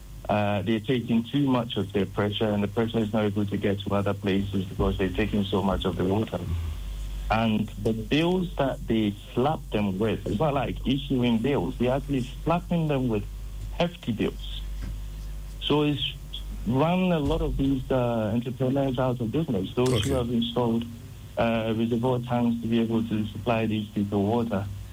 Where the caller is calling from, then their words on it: Tema, Greater Accra, Ghana; Good morning. I'm calling from County 25.